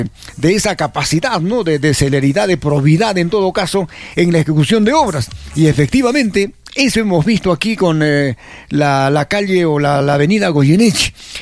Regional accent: Arequipa, Peru

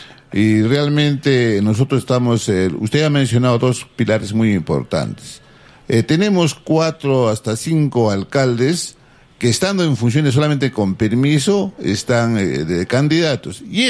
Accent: Arequipa, Peru; yo soy arequipeño

